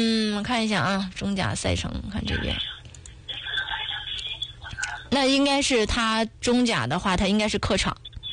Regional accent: Liaoning, China; now in Yanbian, China; 因为我是辽宁人嘛

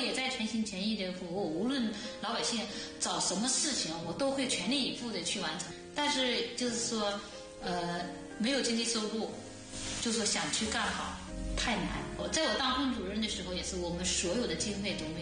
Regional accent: China; 因为我是这出生这儿长在这儿的

